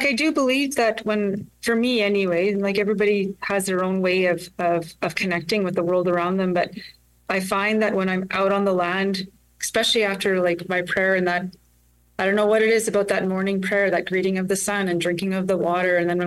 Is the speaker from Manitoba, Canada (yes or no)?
yes; Steinbach, Manitoba, Canada; first language Ojibwe; English is a second language; also born or lived in Red Lake; And we grew up in Steinbach, and like the school had half days in German and half days in English, and I really didn't know what was going on. So I lost a lot of the Anishinaabemowin.